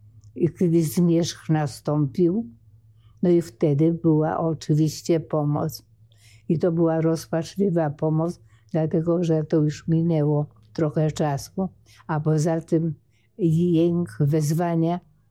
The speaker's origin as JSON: {"language": "Polish", "town": "Warsaw", "region": "Masovian Voivodeship", "country": "Poland", "tie": "born or raised there", "said": "bo ja w ogóle mieszkałam, wychowywałam się w Cytadeli od urodzenia, z uwagi na to, że ojciec wojskowy."}